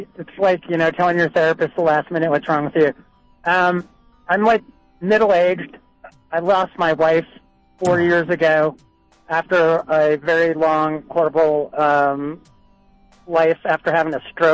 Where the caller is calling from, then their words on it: Boulder, Colorado, United States; I'm calling from Boulder, Colorado.